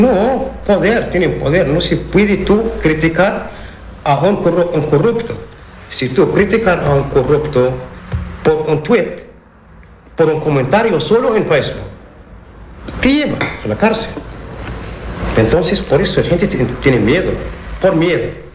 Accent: Morocco; Spanish is a second language; moved away as an adult; now in Plasencia, Spain; Como soy marroquí, amazir, la etnia bereber, mi identidad sigue muy viva en mí.

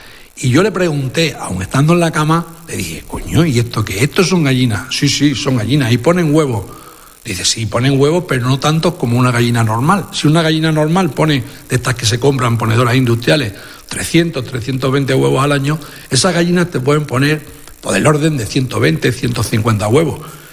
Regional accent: Navalmoral de la Mata, Extremadura, Spain; born there; ¿por qué no soy presidente del equipo de fútbol de mi pueblo, del Moralo?

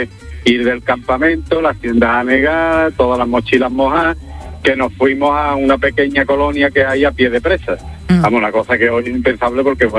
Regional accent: Jerez de la Frontera, Andalusia, Spain; En Jerez, yo soy de Jerez.

